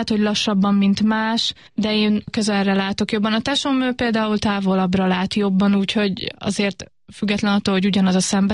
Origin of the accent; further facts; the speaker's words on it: Paks, Tolna, Hungary; mi egy kisebb városban nőttünk fel, Paksa lásson